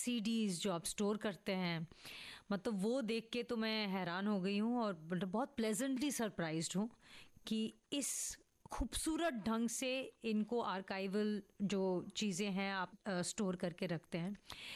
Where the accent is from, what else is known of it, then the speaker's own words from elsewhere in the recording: Pune, Maharashtra, India; born there; मैं एक्चुअली पुणे में पैदा हुई थी